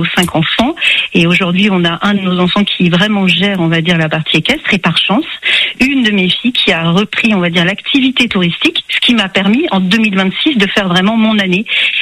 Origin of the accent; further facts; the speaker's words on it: Grand Est, France; moved away as an adult; now in Gers, France; je suis vraiment originaire d'Alsace